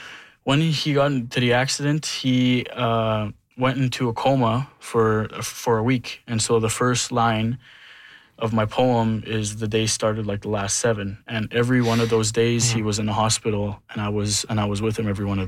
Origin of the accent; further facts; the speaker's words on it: Rapid Lake, Quebec, Canada; I come from Kitikanzibi in Rapid Lake.